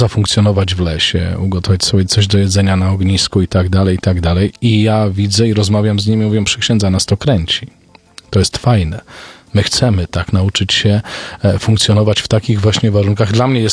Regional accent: Lubochnia, Łódź Voivodeship, Poland; pochodzę z niewielkiej wiejskiej parafii z Lubochni koło Tomaszowa Mazowieckiego

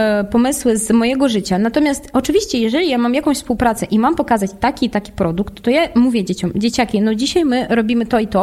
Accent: Russia; Polish is a second language; now in Poland; przez kilka lat ja nie podkreślałam tego, że jestem Rosjanką. Tak, ja mówię płynnie po polsku, ale ten akcent po pierwsze można zawsze rozpoznać, po drugie, no jednak to jest część mojej historii.

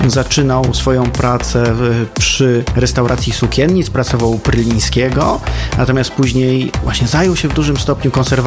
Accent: Kraków, Lesser Poland, Poland; no aczkolwiek właśnie my z Krakowa go znamy przede wszystkim z kamienic.

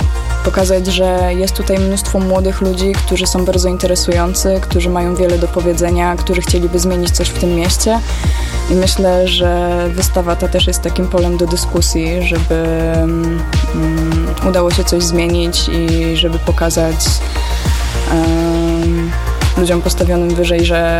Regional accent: Jelenia Góra, Lower Silesian Voivodeship, Poland; Co lubię w Jeleniej Górze? No, jest to mój dom. Urodziłam się tutaj, wychowywałam się tutaj, jestem bardzo przywiązana do tego miejsca.

